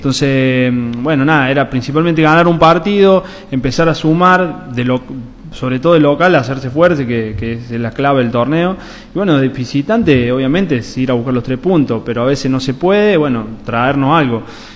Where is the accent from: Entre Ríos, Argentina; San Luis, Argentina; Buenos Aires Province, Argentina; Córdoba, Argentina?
Córdoba, Argentina; now in Santiago del Estero, Argentina